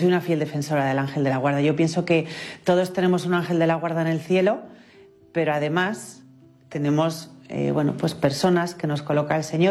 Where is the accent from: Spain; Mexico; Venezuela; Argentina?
Spain; Salamanca, Castile and León; Nací en Salamanca, en una familia normal. Me eduqué en un colegio católico de monjas